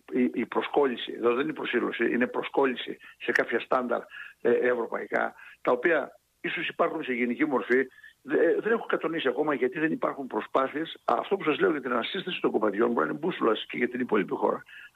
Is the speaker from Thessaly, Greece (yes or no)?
yes; Elassona, Thessaly, Greece; που είναι η Ελασσόνα, η ιδιαίτερη πατρίδα μου